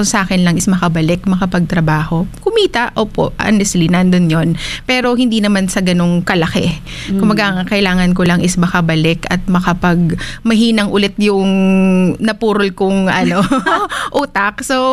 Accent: Manila, Metro Manila, Philippines; Manila po.

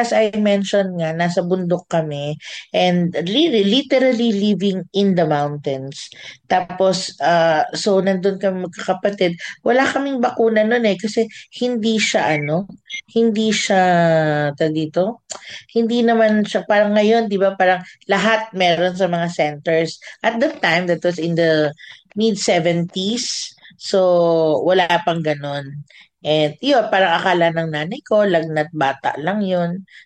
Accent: Kiangan, Cordillera Administrative Region, Philippines; So, galing ako sa Kiangan, Ifugao. I'm part of the indigenous group, no, ng Ifugao. So, doon ako sa bundok ng Tralala, sa bundok ng Ifugao.

